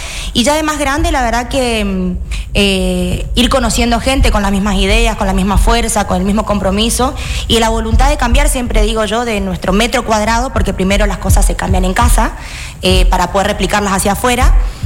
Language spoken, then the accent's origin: Spanish; General San Martín, Chaco, Argentina; Yo soy nacida en General San Martín, terminamos la secundaria, siempre cuento, tengo una hermana melliza, por eso hablo en plural. Terminamos la escuela secundaria y vinimos a vivir a Resistencia.